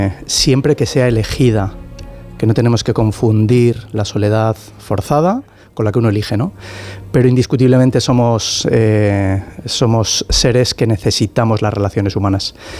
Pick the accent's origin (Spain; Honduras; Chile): Spain; Bilbao, Basque Country; yo siempre desde niño, bueno, familia trabajadora, de estos que yo hago la broma, yo soy de Bilbao